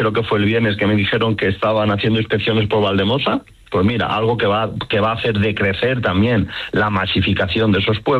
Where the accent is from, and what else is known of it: Balearic Islands, Spain